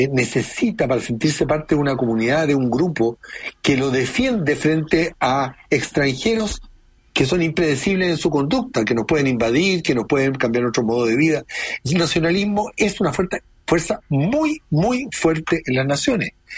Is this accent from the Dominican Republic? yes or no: no; Chile